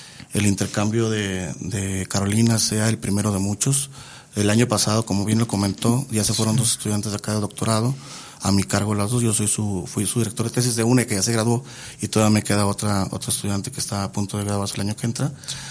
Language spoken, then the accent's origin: Spanish; Mexico; como mexicanos o como gente de acá del norte del continente